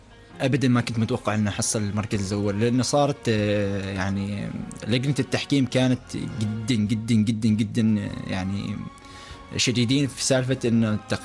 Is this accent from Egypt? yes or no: no; Oman; وكنا نحن ثلاثة عمانيين